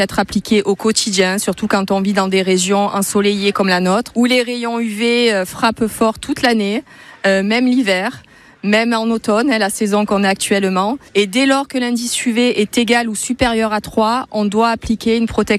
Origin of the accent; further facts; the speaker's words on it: Marseille, Provence-Alpes-Côte d'Azur, France; je suis née à Marseille, j'ai grandi donc à la Belle de Mai, après aujourd'hui je vis dans le 13e arrondissement, mais j'ai toujours vécu à Marseille, j'ai toujours travaillé à Marseille, voilà, je suis une pure et dure marseillaise, une vraie méditerranéenne